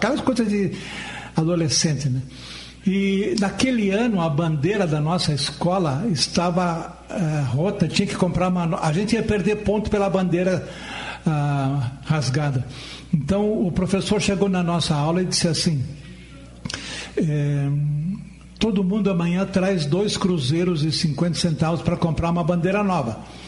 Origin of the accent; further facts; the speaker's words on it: Rio Grande do Sul, Brazil; first language Portuguese; also born or lived in Carazinho; tive que aprender inglês porque estava no currículo. E como todo gaúcho, eu sou metido a falar espanhol